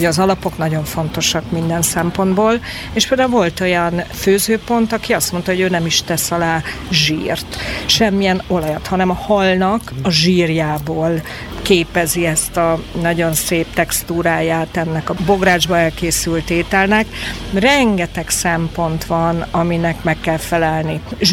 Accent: Szolnok, Jász-Nagykun-Szolnok, Hungary; én tiszaparti lány vagyok, Szolnokon születtem

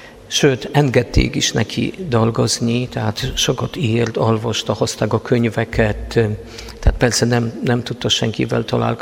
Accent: Prudnik, Opole Voivodeship, Poland; Hungarian is a second language; moved away; én Prudnikban születtem.

